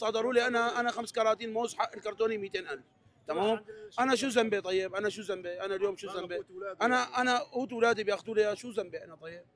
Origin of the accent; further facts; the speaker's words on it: Homs, Homs Governorate, Syria; اني انا اليوم من الشعب السوري، انا من حمص